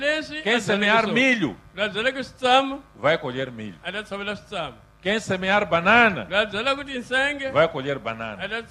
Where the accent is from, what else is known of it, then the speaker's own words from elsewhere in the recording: Mozambique; now in South Africa; Nós, como moçambicanos, Somos um povo de paz. Somos conhecidos como um povo humilde. Um povo acolhedor. Um povo trabalhador.